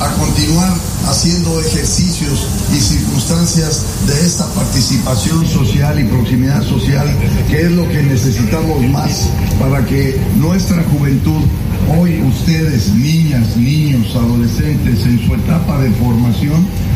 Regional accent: Tamaulipas, Mexico

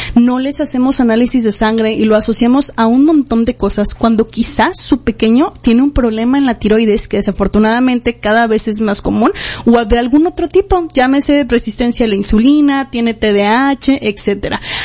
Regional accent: Mexico; Como buenos mexicanos, si nos acostumbramos a que los tiempos de comida van acompañados con salsa

